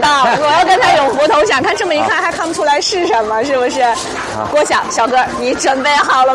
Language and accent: Chinese; Northeast China, China; 但这个我们东北人叫拉拉蛄。